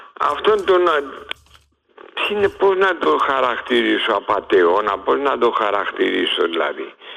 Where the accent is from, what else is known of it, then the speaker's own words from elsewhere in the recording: Athens, Attica, Greece; Εγώ έζησα την αγορά, μέσα στην αγορά μεγάλωσα, στη Βαρβάκιο.